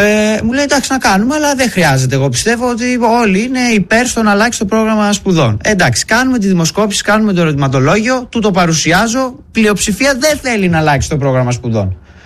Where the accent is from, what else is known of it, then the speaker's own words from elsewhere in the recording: Thessaloniki, Central Macedonia, Greece; Θεσσαλονίκη.